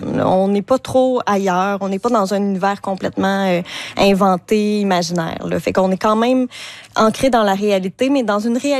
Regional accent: Le Bic, Quebec, Canada; Et moi, j'habite au Bic, je viens du Bic aussi, ma mère vient du Bic.

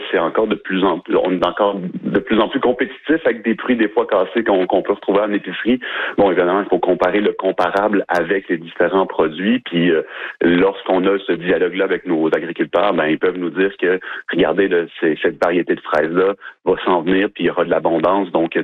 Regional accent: Trois-Rivières, Quebec, Canada; On le sait qu'à Trois-Rivières, moi, je suis natif de Trois-Rivières, là, je sais que c'est un sujet qui revient souvent.

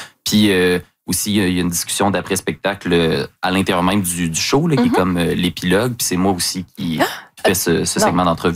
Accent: Lévis, Quebec, Canada; Après avoir passé toute mon enfance à Lévis, en plus, là, qui est d'ailleurs

